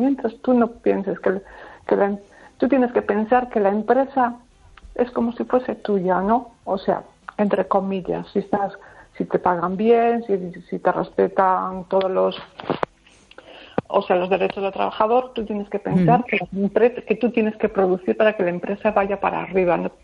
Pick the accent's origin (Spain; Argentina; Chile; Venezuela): Spain; Pontevedra, Galicia